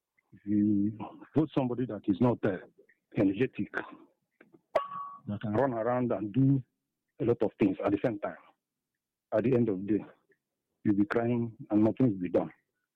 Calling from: Enugu State, Nigeria; I'm not from Enugu North, I'm from Enugu West Central Zone.

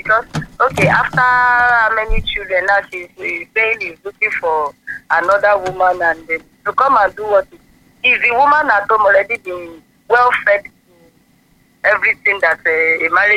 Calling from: Ibadan, Oyo, Nigeria; I'm calling from Ibadan.

